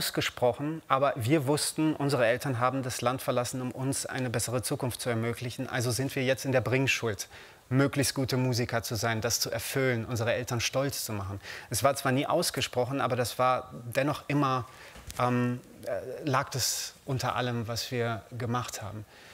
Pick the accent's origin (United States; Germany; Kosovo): Germany; born there; also born or lived in Romania